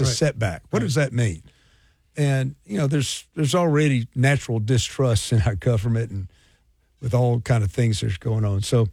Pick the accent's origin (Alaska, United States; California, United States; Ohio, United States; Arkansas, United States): Arkansas, United States; Pine Bluff; I grew up in Pine Bluff